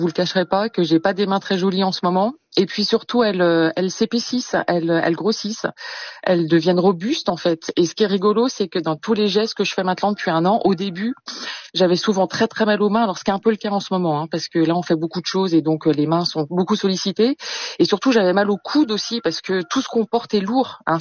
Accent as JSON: {"language": "French", "town": "Le Creusot", "region": "Bourgogne-Franche-Comté", "country": "France", "tie": "born or raised there", "said": "Voilà, j'ai retrouvé ma Bourgogne natale. Moi, j'étais du Creusot, donc ça c'est la Bourgogne industrielle, et je suis allée dans la Bourgogne viticole."}